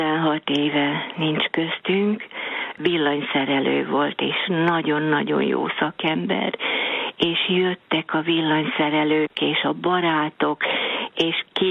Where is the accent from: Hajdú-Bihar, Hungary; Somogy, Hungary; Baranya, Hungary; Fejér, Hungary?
Hajdú-Bihar, Hungary; Sáp; moved away as an adult; now in Berettyóújfalu, Hungary; Én Sápon nőttem fel, és mikor férhez mentem Berettyóújfaluba